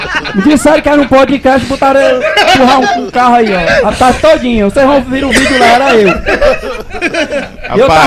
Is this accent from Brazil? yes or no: yes; Fortaleza, Ceará, Brazil; Sou aqui de Fortaleza, Ceará. Bom Jardim, viu?